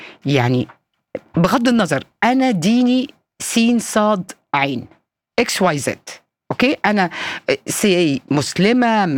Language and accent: Arabic; Egypt; احنا عندنا في مصر للاسف الشديد كلمات عنصريه بنقولها على المسيحيين